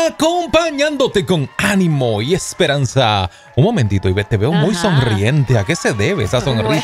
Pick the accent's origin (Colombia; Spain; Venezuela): Venezuela; moved away; ¡Mi una gente paisana venezolana!